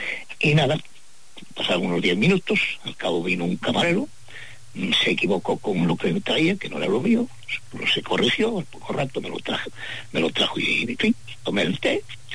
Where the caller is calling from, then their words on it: Pontevedra, Galicia, Spain; Pontevedra.